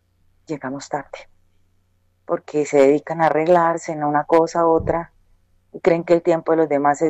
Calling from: Bogotá, Colombia; Yo vivo en Bogotá.

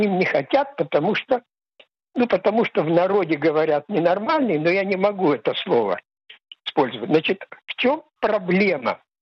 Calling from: Ashdod, Southern District, Israel; я звоню из Ашдода. Мне 80+

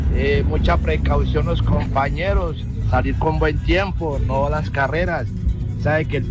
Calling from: Dosquebradas, Risaralda, Colombia; aquí por Dos Quebradas

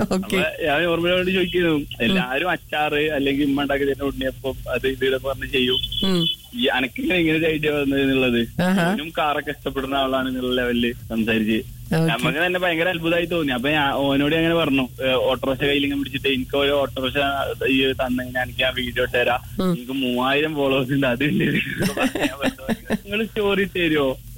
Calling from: Perinthalmanna, Kerala, India; Malappuram Perinthalmanna.

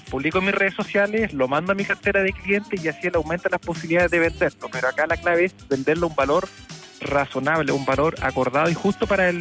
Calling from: Santiago, Santiago Metropolitan Region, Chile; En Ñuñoa, cerquita del Estadio Nacional.

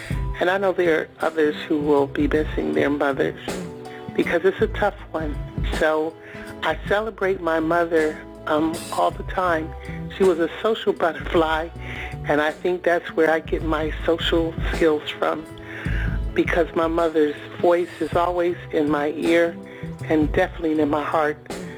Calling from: Washington, District of Columbia, United States; I'm calling from Northwest D.C.

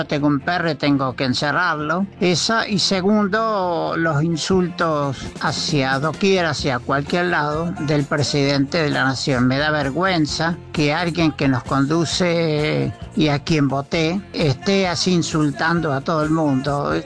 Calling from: Bella Vista, Buenos Aires Province, Argentina; de Bellavista, San Miguel.

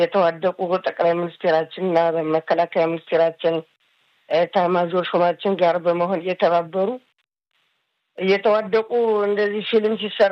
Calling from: Beersheba, Southern District, Israel

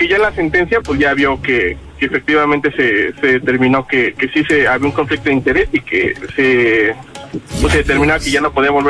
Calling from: Mexico City, Mexico; Soy tu vecino, diablito, de aquí de Coyoacán, por Avenida México y Londres.

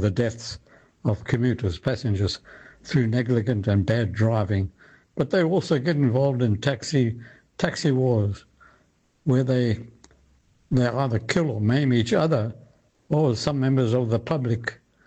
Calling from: Durban, KwaZulu-Natal, South Africa; from Durban.

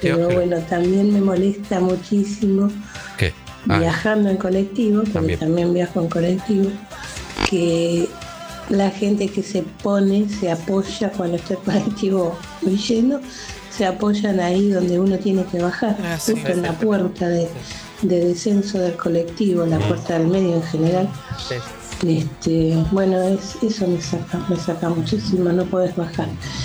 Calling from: Buenos Aires, Argentina; de Parque de Patricia.

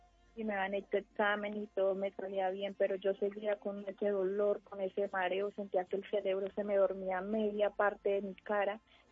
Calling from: Chaparral, Tolima, Colombia; Acá en el municipio de Chaparral, Tolima.

